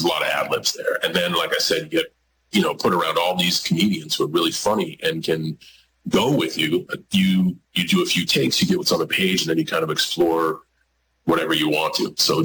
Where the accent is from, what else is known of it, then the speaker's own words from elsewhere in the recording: New England, United States; We're all from New England.